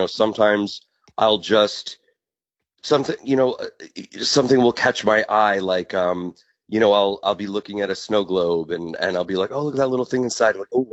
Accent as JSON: {"language": "English", "area": "Long Island", "region": "New York", "country": "United States", "moved": "yes", "lives_now": "Los Angeles, United States", "said": "I'm from Long Island, New York. I moved to Los Angeles"}